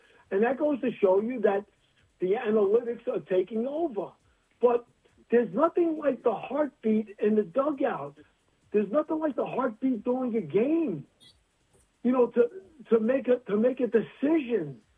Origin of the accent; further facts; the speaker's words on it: New York City, New York, United States; also born or lived in Middle Village, Queens; I was from Brooklyn, but I lived in Middle Village, which is right next door.